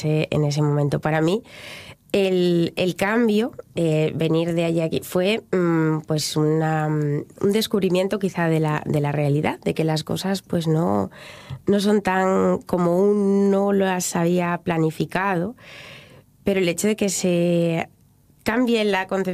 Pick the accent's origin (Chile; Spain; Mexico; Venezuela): Spain; Gijón, Asturias; born there; No, pero yo nací en Gijón.